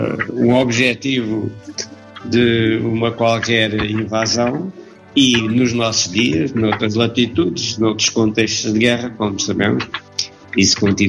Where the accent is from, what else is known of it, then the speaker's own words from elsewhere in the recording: Portugal; a nossa identidade como portugueses